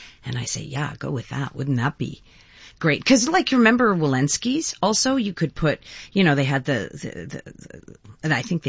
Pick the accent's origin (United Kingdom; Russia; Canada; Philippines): Canada; Montreal, Quebec; I was from the West Island.